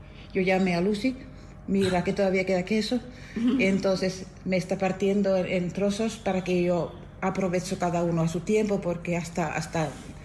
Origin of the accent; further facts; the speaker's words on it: Helsinki, Uusimaa, Finland; Spanish is a second language; now in Tunte, Spain; Casi, casi. Casi, casi, se confunde. Yo soy de Finlandia.